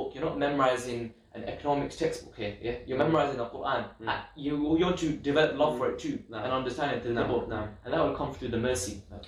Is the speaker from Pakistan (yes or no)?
yes; Pakistan; Alhamdulillah, I'm originally from Pakistan, so I don't know Arabic, it's not my mother tongue.